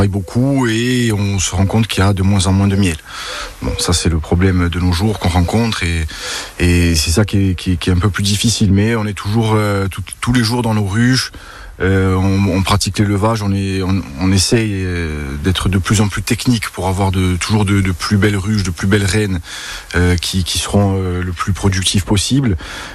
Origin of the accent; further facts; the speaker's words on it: Corsica, France; nous chez nous en Corse, on travaille avec l'abeille noire de Corse